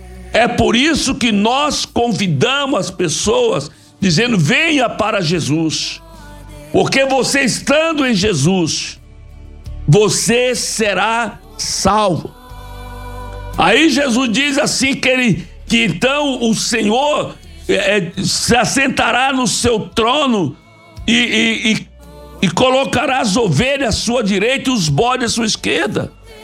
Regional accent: Bahia, Brazil; Eu sou baiano, sou do sertão da Bahia

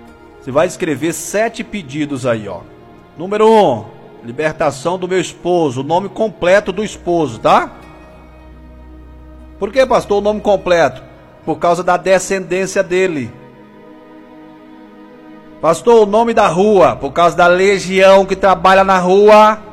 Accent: Goiânia, Goiás, Brazil; sou de Goiânia.

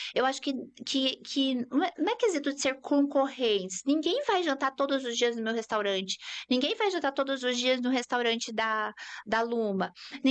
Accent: Cuiabá, Mato Grosso, Brazil; now in Cascavel, Brazil; Eu falo que eu sou de Cuiabá. Eu acho que Cascavel é um lugar de gente, é muito próspero.

